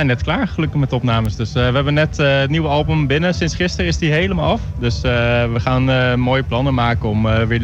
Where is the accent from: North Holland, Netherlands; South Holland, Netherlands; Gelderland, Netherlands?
Gelderland, Netherlands; Doetinchem; we komen allemaal uit Doetinchem